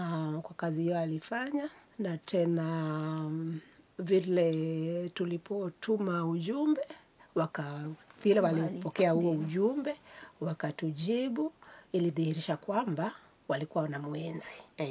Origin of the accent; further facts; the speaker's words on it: Bondo, Siaya County, Kenya; now in Nairobi, Kenya; Niko Nairobi na niko tena mashinani. Kwetu ni Bondo.